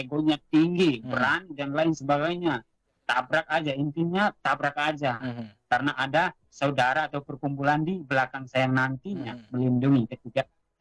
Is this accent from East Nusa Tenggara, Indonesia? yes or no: yes; East Nusa Tenggara, Indonesia; Berbicara, berkomunikasi dengan bahasa Dawan juga itu merupakan satu simbol identitas di mana kita sebagai orang Dawan Timur. Sebagai orang Dawan Timur juga, kita tidak boleh melupakan bahasa daerah atau bahasa ibu.